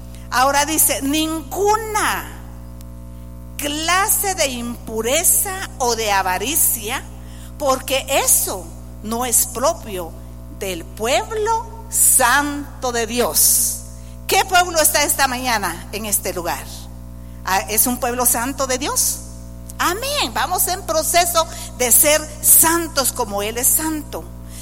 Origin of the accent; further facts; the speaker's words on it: Zacapa, Guatemala; Los de Zacapa, soy de Zacapa, ¿va? Y ustedes saben cómo hablan los de Zacapa.